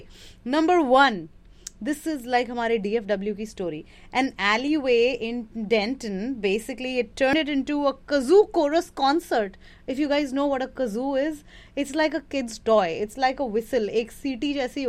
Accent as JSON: {"language": "Hindi", "region": "West Bengal", "country": "India", "said": "वैसे मैं जिस फैमिली से बिलोंग करती हूँ, we are not outright musical family, लेकिन बंगालीज हैं, म्यूजिक चलता रहता है"}